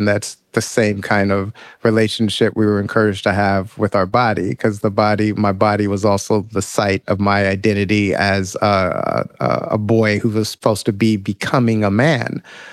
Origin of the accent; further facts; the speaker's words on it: United States; the way that I grew up in Western norms and then what I experienced in prison, like one was just a continuation of the other for like a person in my positionality, which was like a young Black boy in America.